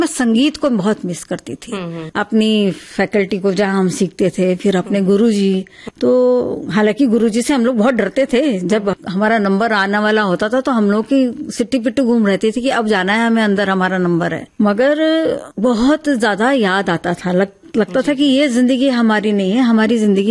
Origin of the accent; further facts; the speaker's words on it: North India, India; तो देखिए, मैं तो नॉर्थ इंडियन हूँ